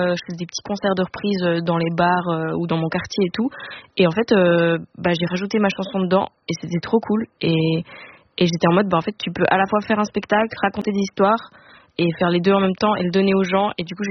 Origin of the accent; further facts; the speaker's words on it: Lausanne, Vaud, Switzerland; je suis de Lausanne, je suis en Suisse